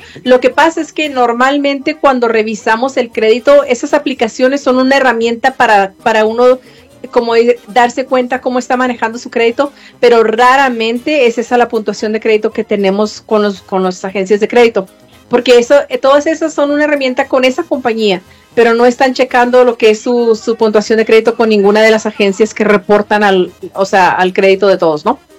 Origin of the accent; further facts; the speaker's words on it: Casas Grandes, Chihuahua, Mexico; Soy de Casas Grandes.